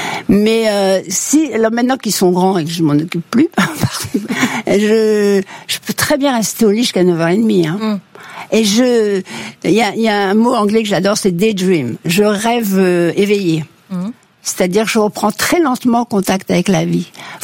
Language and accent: French; Casablanca, Casablanca-Settat, Morocco; moved away; Et moi, je suis née au Maroc, vous savez.